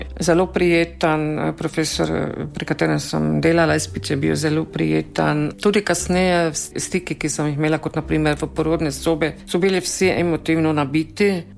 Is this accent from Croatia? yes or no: yes; Varaždin, Varaždin County, Croatia; moved away as an adult; also born or lived in Zagreb; now in Ormož, Slovenia; Ne, nisem domačinka, sem pa že skoraj 40 let v Ormožu. Sem pa drugače iz Varaždina, tudi študij sem končala v Zagrebu, pripravništvo sem končala v Varaždinu. Od januarja 1989 pa delam v Ormožu.